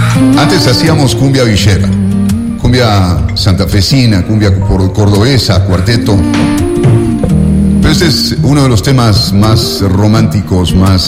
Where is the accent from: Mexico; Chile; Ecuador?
Ecuador; Yo soy el único ecuatoriano de la banda.